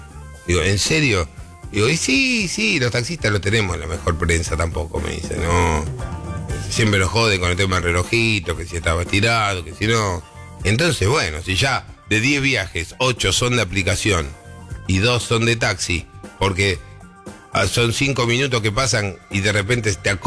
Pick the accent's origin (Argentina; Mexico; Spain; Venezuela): Argentina; Soy argentino, pienso mal.